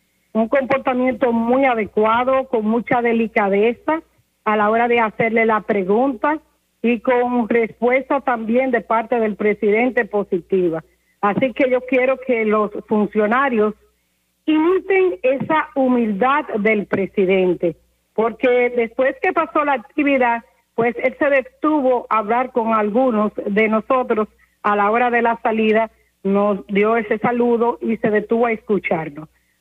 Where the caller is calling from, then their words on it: Licey al Medio, Santiago, Dominican Republic; usted sabe que yo soy del Licey